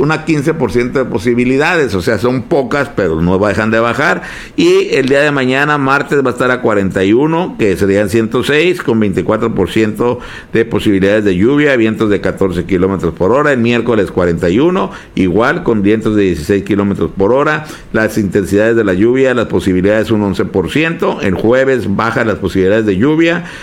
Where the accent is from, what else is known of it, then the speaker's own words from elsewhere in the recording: the Valley, Baja California, Mexico; somos del Valle